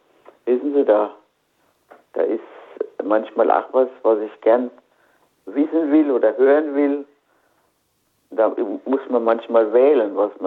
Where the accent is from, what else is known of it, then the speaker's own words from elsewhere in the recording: Bad Orb, Hesse, Germany; nach Bad Orb, oberhalb von Bad Orb noch, wo ich her bin, und da wohnt noch mein Bruder